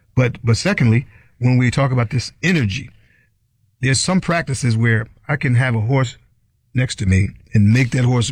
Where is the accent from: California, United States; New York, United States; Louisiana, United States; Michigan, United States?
New York, United States; I had this dream coming up growing up in New York in Hudson Valley